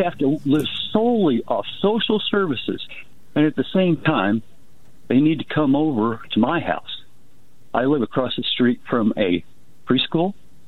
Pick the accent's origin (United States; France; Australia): United States; Oklahoma; born there; So I was born in the Ozarks